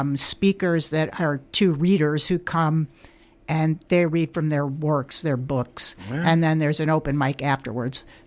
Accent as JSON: {"language": "English", "country": "Canada", "tie": "born there", "said": "Her mother, my grandmother, sent her to Montreal because I was born in Canada, knew it was a girl."}